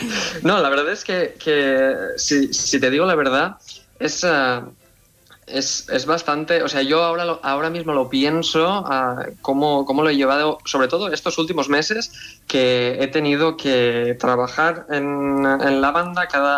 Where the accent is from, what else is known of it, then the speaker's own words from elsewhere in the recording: Tavernes de la Valldigna, Valencian Community, Spain; yo todo lo que escribía estaba ambientado en Tavernes de la Bedigna, en mi pueblo de Valencia